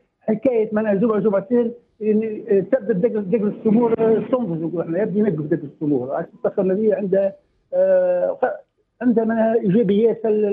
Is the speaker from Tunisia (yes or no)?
yes; Nefta, Tozeur Governorate, Tunisia